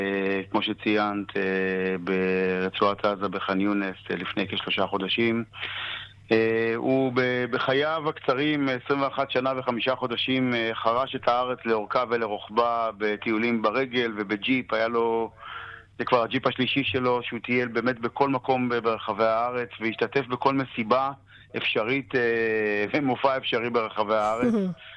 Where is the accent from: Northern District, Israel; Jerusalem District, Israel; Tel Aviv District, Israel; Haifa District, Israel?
Northern District, Israel; Yogev; born there; also born or lived in Kibbutz Megiddo; אני נולדתי במושב היוגב, גם אופרי, אבל היינו 15 שנה חברי קיבוץ מגידו, שחזרנו חזרה למושב